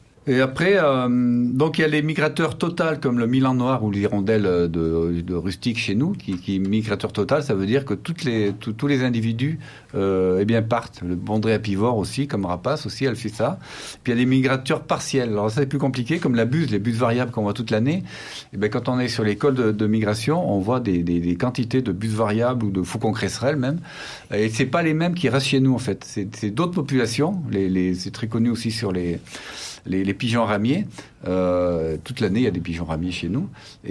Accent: France; moved away; Je viens des Pyrénées

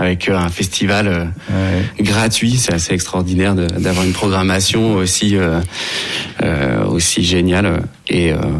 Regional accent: Villefranche-sur-Saône, Auvergne-Rhône-Alpes, France; also born or lived in Lyon / Pouilly-le-Monial; sur Cala Jazz, je suis obligé de dire que j'ai grandi à Villefranche.

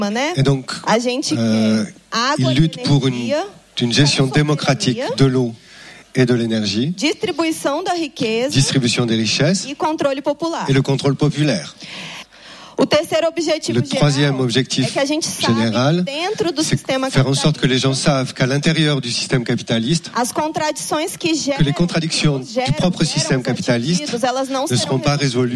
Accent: Espírito Santo, Brazil; Donc je viens de l'état du Espírito Santo, là où il y a eu la rupture d'un barrage.

